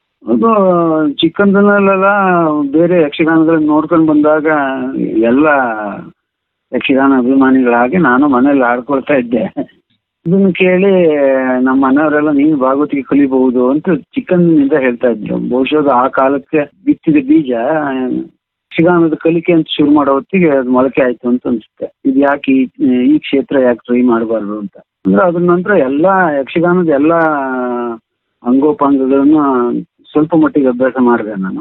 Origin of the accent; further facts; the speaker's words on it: Karnataka, India; ಮಲೆನಾಡಿನವನಾದ ನನಗೆ